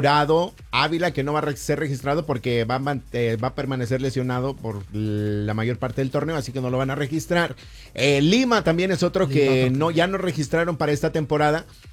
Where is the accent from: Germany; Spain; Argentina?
Germany; Allá de donde soy también, en Alemania también.